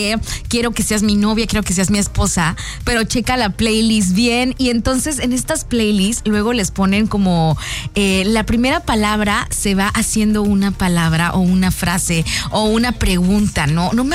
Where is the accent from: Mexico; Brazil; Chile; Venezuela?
Mexico; y yo soy mexicana y él es coreano, o cositas así, ¿no?